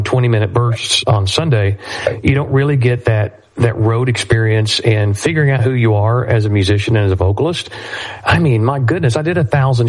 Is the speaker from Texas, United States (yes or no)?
yes; Waco, Texas, United States; Growing up in Waco